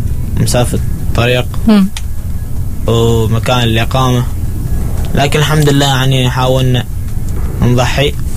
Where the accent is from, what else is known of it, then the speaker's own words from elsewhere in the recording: Muscat, Muscat Governorate, Oman; أنا من مسقط لكن شيء سكن هناك في شناص.